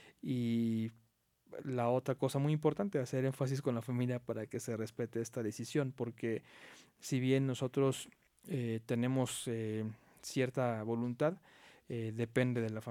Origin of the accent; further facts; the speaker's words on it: Mexico; como mexicanos nos gusta celebrar la muerte.